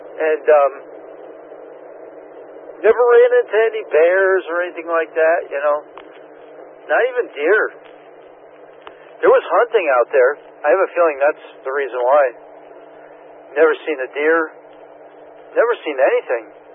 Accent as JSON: {"language": "English", "town": "Wallingford", "region": "Connecticut", "country": "United States", "tie": "born or raised there", "said": "I grew up in Wallingford, and it was just my backyard was just woods for miles and miles and miles."}